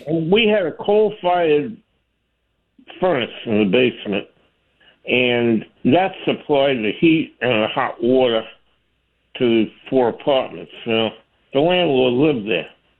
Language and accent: English; Brooklyn, New York, United States; now in Providence, United States; Yeah, hi. I grew up in Brooklyn. They had rent control. I lived in a four flat, okay?